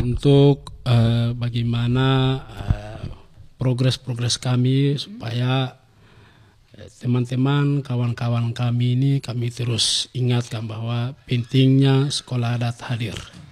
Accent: Highland Papua, Indonesia; kami orang Hubula

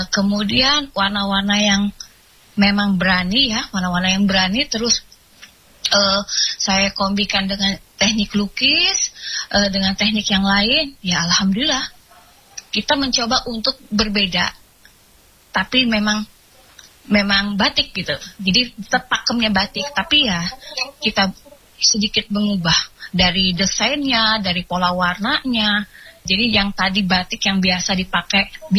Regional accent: East Kalimantan, Indonesia; also born or lived in Java; saya sendiri adalah asli orang Kutai. Saya orang Kutai yang belajar batik di Jawa.

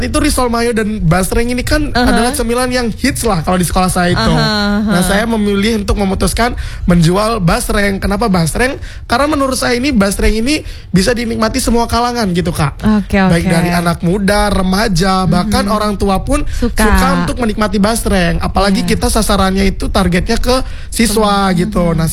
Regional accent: Lampung, Indonesia; saya ini berada di daerah yang cukup pelosok. Dimana sih? Di Kabupaten Mesuji.

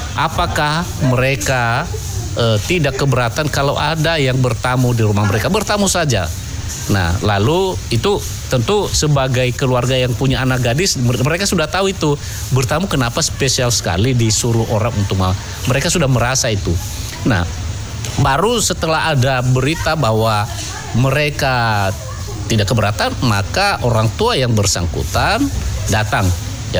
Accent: Nias, North Sumatra, Indonesia; born there; Dulu di kampung saya sendiri

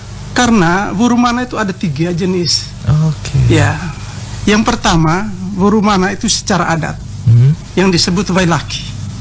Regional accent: East Nusa Tenggara, Indonesia; Saya berasal dari Kampung Adat Bolotopo. Jelasnya rumah suku saya suku Atarobo.

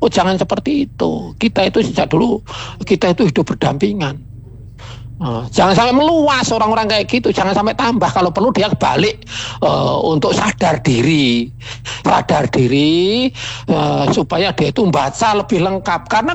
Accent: Indonesia; kesadaran kita sebagai orang bangsa Indonesia yang banyak beragam, mulai dari suku, agama dan lain sebagainya

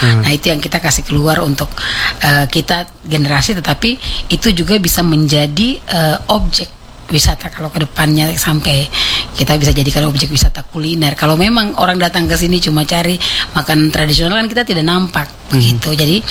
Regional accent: Southwest Papua, Indonesia; Salah satunya dari kita suku Moi, siapa tahu dari suku lain lagi, suku dari Maibrat, dari Sorong Selatan, dari Nanuatan.

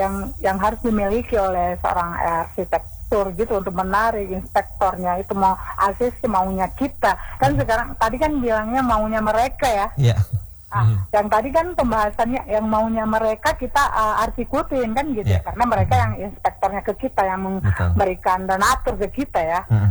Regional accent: Aceh, Indonesia; bagaimana maunya kita orang Aceh ini maunya orang Aceh dipenuhin sama inspektornya

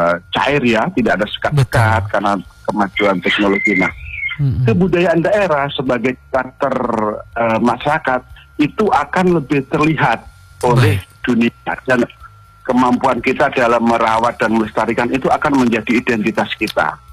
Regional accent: Gorontalo, Indonesia; Jadi kita warga Gorontalo tengah menghadapi kekeringan.

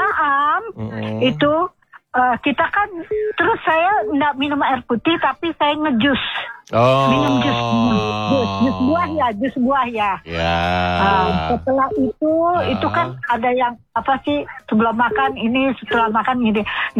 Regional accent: West Java, Indonesia; Saya dari Jawa Barat, tanya orang Jawa Barat, nggak suka manis.

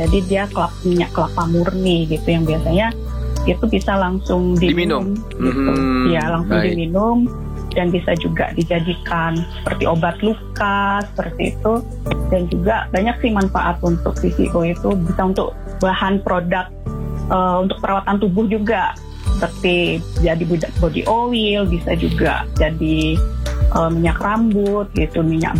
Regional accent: Bali, Indonesia; karena saya kan orang Bali gitu ya.

